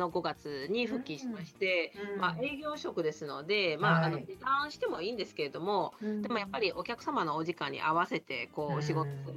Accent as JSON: {"language": "Japanese", "town": "Zhangjiakou", "region": "Hebei", "country": "China", "tie": "born or raised there", "second_language": "Japanese", "moved": "as an adult", "lives_now": "Japan", "said": "私の出身は中国の北の方ですので、"}